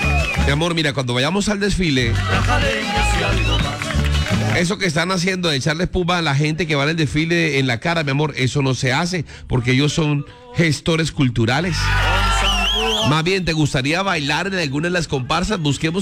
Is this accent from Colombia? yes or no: yes; Huila, Colombia; fiestas del Huila son hermosas, las fiestas de mi tierra, qué linda que son.